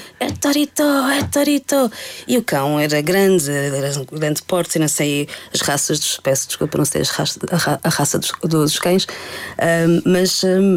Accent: Lisbon, Portugal; born there; Eu nasci em Lisboa.

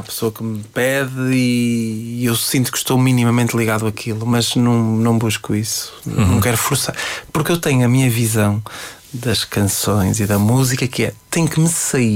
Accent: Fafe, Braga, Portugal; Sabes que eu sou de Faf. Faf já é perto de Vila Real. Já é quase Vila Real.

